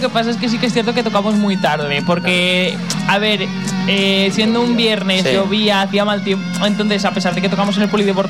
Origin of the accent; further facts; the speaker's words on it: Peralta, Navarre, Spain; moved away; me he quedado con las ganas de volver a traer a mis chicos a mi pueblo